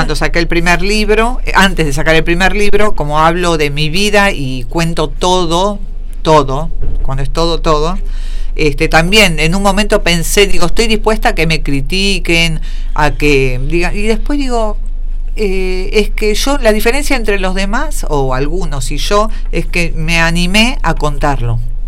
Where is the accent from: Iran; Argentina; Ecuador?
Argentina; Buenos Aires; moved away as an adult; also born or lived in Luján; now in General Rodríguez, Argentina; Nosotros somos de Capital, pero de Capital nos mudamos a Luján, vivimos 3 años, y bueno, cuando hubo que venir, no, yo siguiendo a mi ex marido, yo no decidí nada, no decidía nada. Bueno, él decidió de que teníamos que venir a General Rodríguez